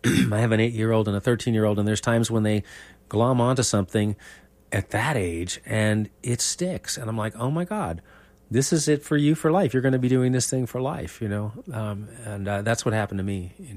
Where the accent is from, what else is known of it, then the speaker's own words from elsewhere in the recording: New York, United States; how I feel as a New Yorker growing up with it